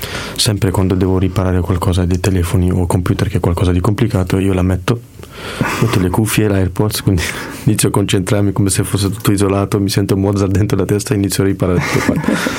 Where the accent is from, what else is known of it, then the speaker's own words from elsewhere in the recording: Qamishli, Al-Hasakah Governorate, Syria; moved away; Questa canzone qua si chiama … il mio paese di origine.